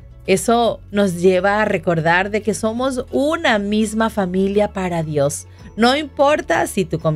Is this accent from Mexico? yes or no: no; Venezuela; Y uno de los snacks que, por ejemplo, en mi país comemos mucho es el tequeño, que viene relleno de queso.